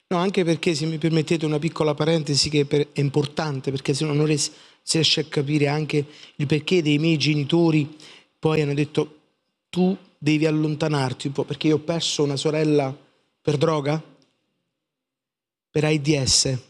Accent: Caivano, Campania, Italy; di dove sei? Sono del Parco Verde, sono qua, abito di fronte.

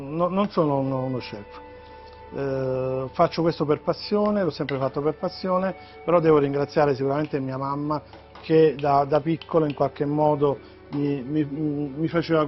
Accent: Rivello, Basilicata, Italy; now in Castelli Romani, Italy; un piatto prettamente lucano del mio paese, della Basilicata, di Rivello

